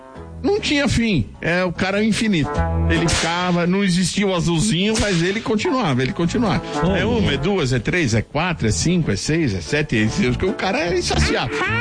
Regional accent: São Paulo, Brazil; Eu também sou de São Paulo, capital. Maternidade São Paulo.

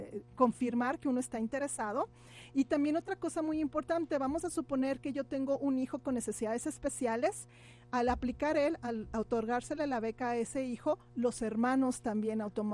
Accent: El Paso, Texas, United States; ya estamos aquí en El Paso, yo soy del Paso

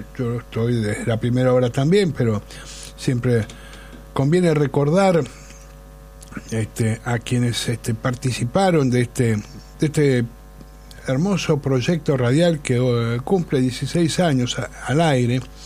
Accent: Buenos Aires, Argentina; Yo soy porteño. Yo soy porteño, nacido y criado. Amo profundamente esta ciudad, amo a Buenos Aires porque, bueno, la conozco muy bien, la he recorrido de punta a punta

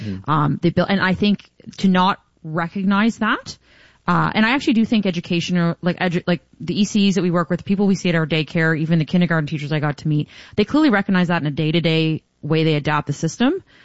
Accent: Amherstburg, Ontario, Canada; I have my stick on the ice because of where I grew up in Amherstburg and all those things

